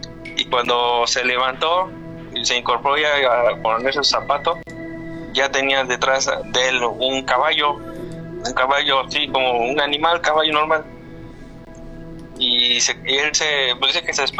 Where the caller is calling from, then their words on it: Puebla, Mexico; Somos de Puebla